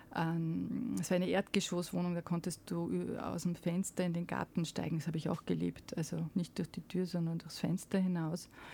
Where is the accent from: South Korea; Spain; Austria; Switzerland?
Austria; Salzburg; Ja, ich bin sehr städtisch aufgewachsen, zwar in Salzburg, aber in dem dichtesten Stadtteil der Stadt in Lehn.